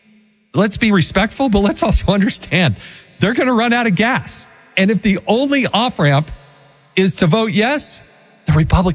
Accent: Utah, United States; my home state of Utah included, Utah does all vote by mail.

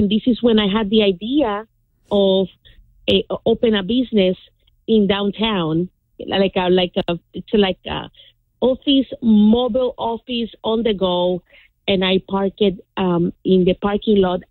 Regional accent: Puerto Rico; moved away as an adult; now in Tampa, United States; So I came from Puerto Rico when I was 19, and I've always lived in the area of University area in Tampa.

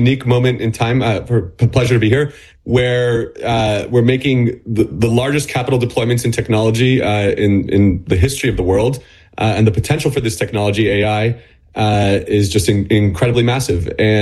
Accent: United States; Well, you know, me personally, I'm an American

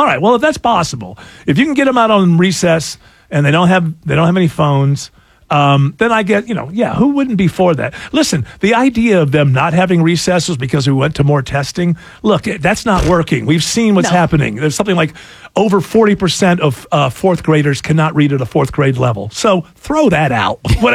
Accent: Utah, United States; I'm sure if somebody listening, well, I grew up in Utah.

